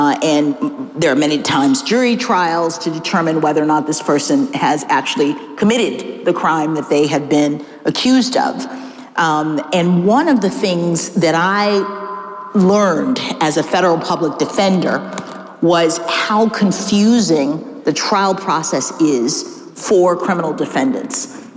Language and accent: English; Miami, Florida, United States; moved away as an adult; also born or lived in Washington, D.C.; he was from Boston and I was from Miami, and we said we'll live in Washington, D.C.